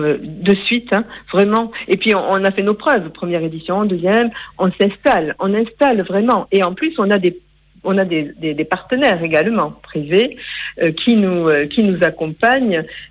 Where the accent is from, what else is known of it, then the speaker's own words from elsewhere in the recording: Occitanie, France; Nous sommes bien dans les Hautes-Pyrénées et très fiers d'être un Piémont pyrénéen, puisque on est du Piémont